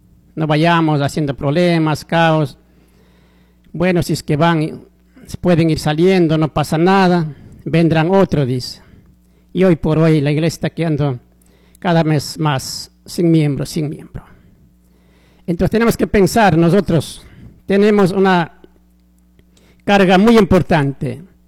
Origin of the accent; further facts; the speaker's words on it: Ecuador; Somos sangre ecuatorianos.